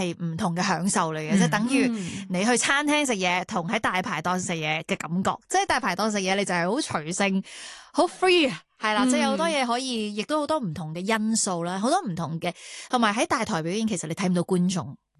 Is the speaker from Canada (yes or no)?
yes; Canada; now in Hong Kong; 其实我细个喺加拿大嘅时候系歌唱比赛出身啦，然之后已经喺本地嘅一啲电视台做主持。